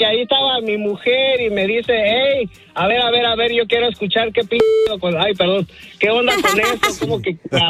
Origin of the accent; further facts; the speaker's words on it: Michoacán, Mexico; Allá desde mi tierra natal, Michoacán, Bali, y pues ya nos dejamos de ver y pues acá se vino para de este lado